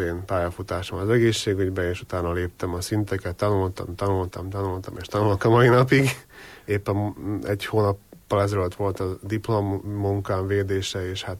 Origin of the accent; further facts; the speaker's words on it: Kolárovo, Nitra Region, Slovakia; now in Komárno, Slovakia; Hát én Gutáról származom, ami ugye Komáromtól kb. 20 kilométerre van. Ott születtem egy abszolút nem zenei érdekeltséggel elállott családba.